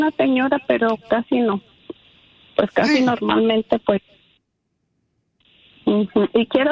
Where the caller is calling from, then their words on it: San Jose, California, United States; quisiera saber si alguien de aquí de San José está vintiendo como una mobile home